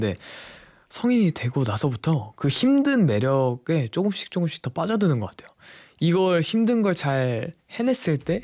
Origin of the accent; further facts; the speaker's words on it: Cheonan, South Chungcheong, South Korea; moved away; 저도 되게 천안이 가끔은 그립습니다. 언젠가 또 제 고향에 갈 수 있는 날이 오기를 바라면서